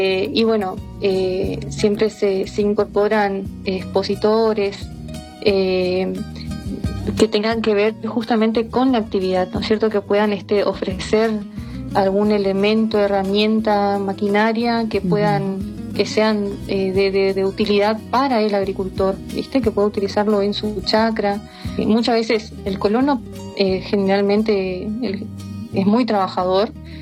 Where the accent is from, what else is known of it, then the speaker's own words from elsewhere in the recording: Comandante Andresito, Misiones, Argentina; moved away as an adult; yo soy hija de colono también, ¿no es cierto?, o sea, toda mi familia son colonos, agricultores, y soy profesional, salí de Andresito, retorné a Andresito, en mi caso soy contadora